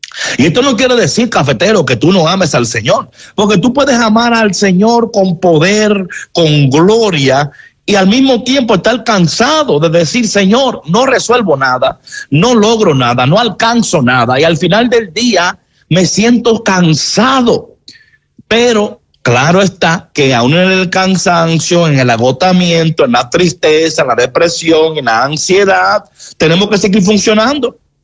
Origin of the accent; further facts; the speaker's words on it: Dominican Republic; Elila de la República Dominicana, mi paisana.